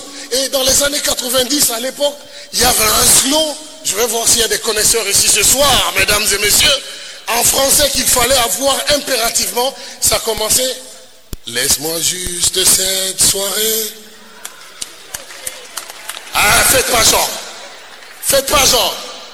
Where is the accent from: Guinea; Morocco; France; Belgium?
Guinea; moved away as an adult; also born or lived in Switzerland; Je ne parle même pas allemand. Elle m'a invité dans son pays. J'ai laissé mon super beau pays dont vous êtes tous jaloux, la Guinée. Je suis allé en Suisse, dans un petit village qui s'appelle Biningen.